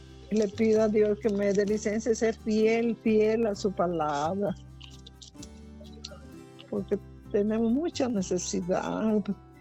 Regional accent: Santiago de Compostela, Galicia, Spain; Yo soy de Compostela, no le dije.

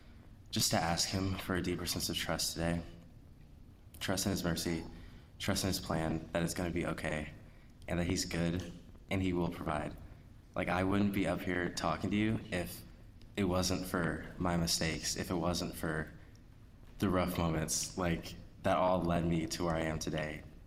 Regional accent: Cleveland, Ohio, United States; I am from Cleveland, Ohio. I grew up a cradle Catholic

